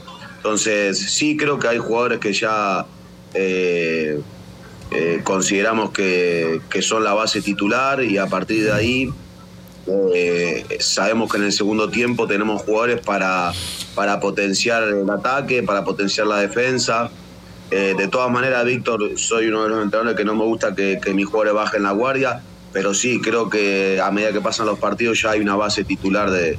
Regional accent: Rosario, Santa Fe, Argentina; yo soy de Rosario

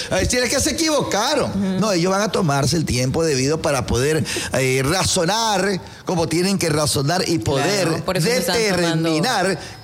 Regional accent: Ecuador; ese es Ecuador, ese es mi tierra, ese es mi país.

